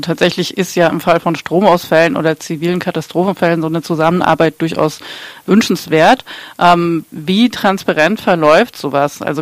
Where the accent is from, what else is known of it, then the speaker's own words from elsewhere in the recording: Hamburg, Germany; wir als Hamburger BewohnerInnen